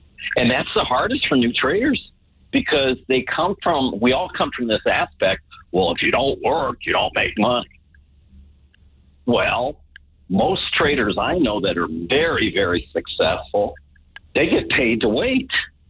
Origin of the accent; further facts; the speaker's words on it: Chicago, Illinois, United States; Just a good old Chicago city boy.